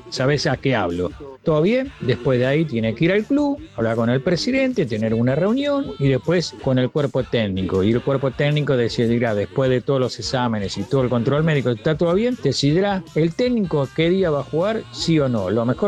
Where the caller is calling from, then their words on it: Buenos Aires, Argentina; de Villurquiza